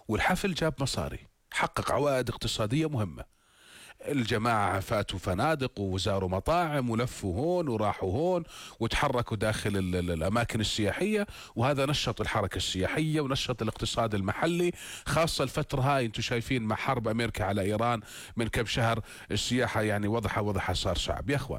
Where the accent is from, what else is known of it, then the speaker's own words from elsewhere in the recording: Jordan; جزء من ذاكرتنا كأردنيين.